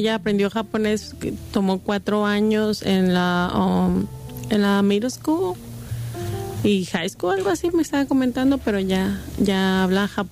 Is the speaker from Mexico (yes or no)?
yes; Mexico; moved away as an adult; now in Salt Lake City, United States; En el año 99, vengo de México, llego a Salar City y sí, no había casi nada.